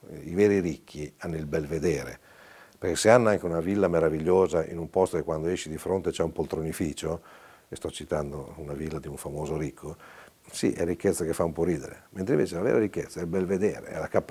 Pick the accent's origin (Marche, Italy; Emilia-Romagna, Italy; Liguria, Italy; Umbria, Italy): Emilia-Romagna, Italy; Forlì; born or raised there